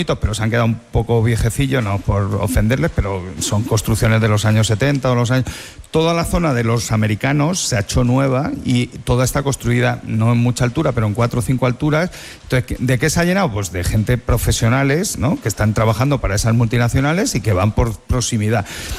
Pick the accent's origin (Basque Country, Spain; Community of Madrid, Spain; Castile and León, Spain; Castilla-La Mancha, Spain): Community of Madrid, Spain; Madrid; yo he vivido en Fuencarral pueblo toda la vida, que acababa en la ciudad de Madrid. La carretera de Burgos pasaba por en medio del pueblo, aunque era ciudad, seguía siendo pueblo